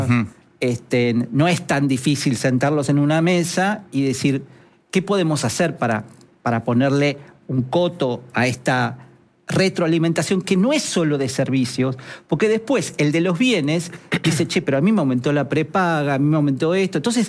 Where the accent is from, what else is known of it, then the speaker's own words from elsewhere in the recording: Argentina; Te transmite una paz que los argentinos no tenemos. ¿Viste esa intensidad que tenemos nosotros para hablar, para organizar? Somos medio italianos en todo sentido.